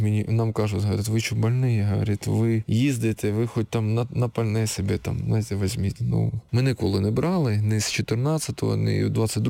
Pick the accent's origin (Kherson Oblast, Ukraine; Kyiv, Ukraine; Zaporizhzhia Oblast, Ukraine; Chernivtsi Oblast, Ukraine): Zaporizhzhia Oblast, Ukraine; Berdiansk; це, говоримо, ми з Бердянська, ми вже як місяць в окупації.